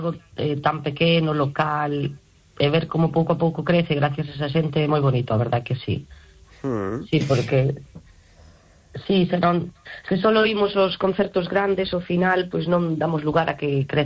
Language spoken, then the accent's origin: Galician; Argentina; veño da Argentina, logo Sam ven de Manchester, Borja ven do País Vasco